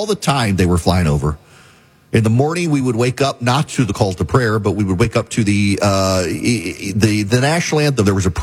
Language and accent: English; Dubai, United Arab Emirates; Now, this makes me happy because, you know, I grew up in Dubai.